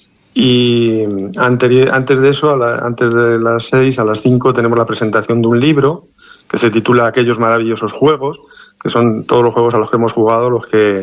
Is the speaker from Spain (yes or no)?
yes; Muñogalindo, Castile and León, Spain; que yo soy de Muñoz Galindo, somos bastante masosos y bailamos mucho menos